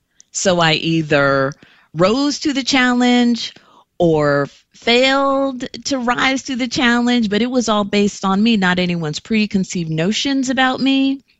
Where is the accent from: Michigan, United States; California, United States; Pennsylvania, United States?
California, United States; Lake Elsinore; moved away as an adult; I grew up in Lake Elsinore for the most part, and it's a small town between San Diego and LA, predominantly white. I was like maybe one of four black kids who graduated out of a class of maybe 150